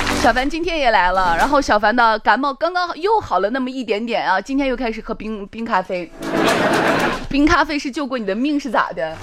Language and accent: Chinese; Shaanxi, China